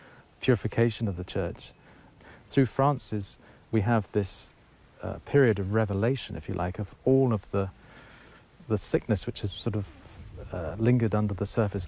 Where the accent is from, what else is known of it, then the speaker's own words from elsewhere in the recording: Canterbury, South East England, United Kingdom; It was I was brought up Anglican in Canterbury, in fact.